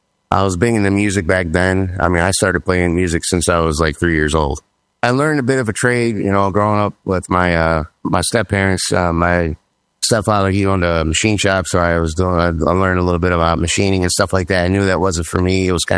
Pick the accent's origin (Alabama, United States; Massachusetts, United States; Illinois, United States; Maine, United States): Illinois, United States; Franklin Park; also born or lived in Tennessee / Florida; now in Northwest Indiana, United States; I was born September 26, 1974. I'm native from Chicago suburbs, Franklin Park, Illinois.